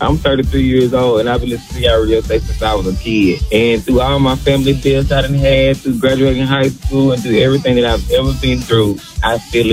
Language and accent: English; McComb, Mississippi, United States; from my hometown in Macomb, Mississippi